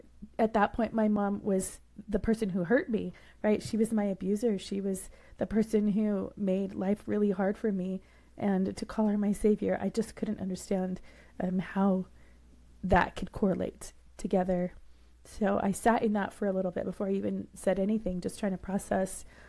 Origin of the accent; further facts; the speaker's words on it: Roy, Utah, United States; moved away; I grew up in Roy, Utah.